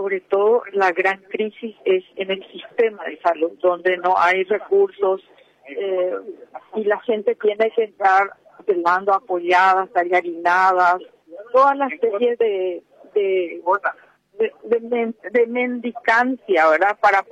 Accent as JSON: {"language": "Spanish", "country": "Paraguay", "said": "somos paraguayos, somos gloriosos, somos el país gigante"}